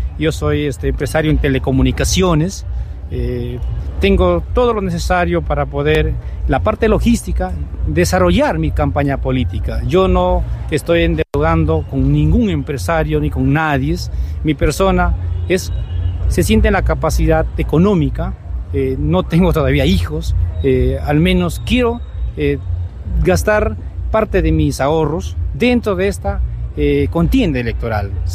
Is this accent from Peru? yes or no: yes; La Ramada, Cajamarca, Peru; mi persona es ramadino y yo soy natural de La Ramada, provengo de un caserío de Chacrerías. … un ciudadano notable